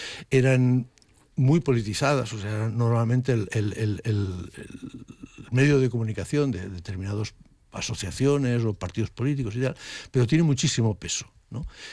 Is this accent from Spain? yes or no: yes; Barcelona, Catalonia, Spain; yo que vengo de fuera y que soy de Barcelona